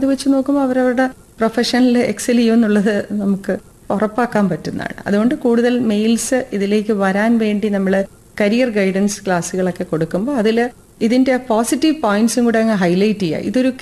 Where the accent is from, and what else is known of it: Kerala, India